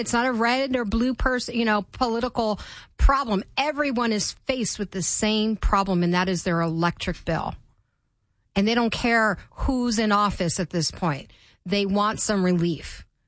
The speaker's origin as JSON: {"language": "English", "region": "Maryland", "country": "United States", "tie": "born or raised there", "also_born_or_lived": "Florida / Virginia", "said": "As some of you may know, I grew up in Maryland. I graduated high school in Maryland, left for Florida, came back."}